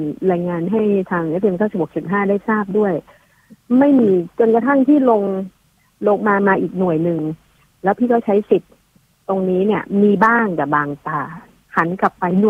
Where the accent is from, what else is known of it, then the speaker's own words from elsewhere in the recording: Bangkok, Thailand; เราเป็นคนเมืองอ่ะคนเมืองกรุงนะคะ